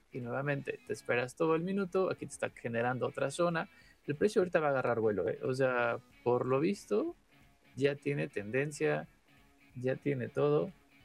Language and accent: Spanish; Mexico; yo soy mexa, yo soy de México.